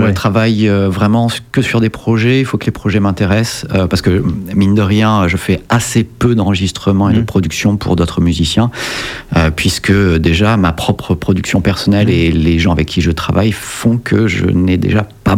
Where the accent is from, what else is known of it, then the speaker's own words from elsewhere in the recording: Nouvelle-Aquitaine, France; moved away as an adult; also born or lived in Paris; moi j'ai vécu pas mal sur Paris. Et pourquoi je suis arrivé dans le Périgord ? Tout simplement parce que j'en suis natif. Je suis né vraiment dans le Nord Périgord, ma famille est encore là.